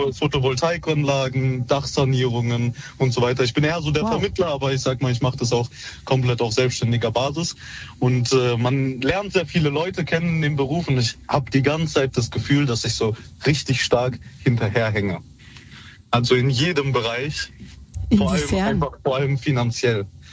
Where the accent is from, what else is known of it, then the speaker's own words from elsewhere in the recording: Baden-Württemberg, Germany; ich komme jetzt aus dem Süden, ich komme aus Baden-Württemberg